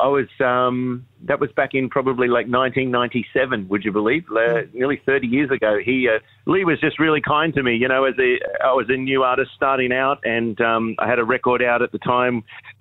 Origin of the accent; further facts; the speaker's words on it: Wagga Wagga, New South Wales, Australia; moved away; Yeah, Wagga's a great town. You know, it's always been really kind to me. I grew up there, so it's my hometown.